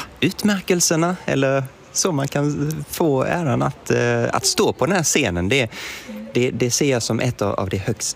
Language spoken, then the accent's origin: Swedish; Halland County, Sweden; som hallänning